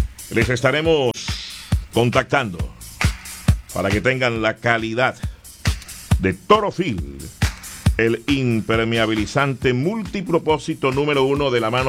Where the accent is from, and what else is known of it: Colombia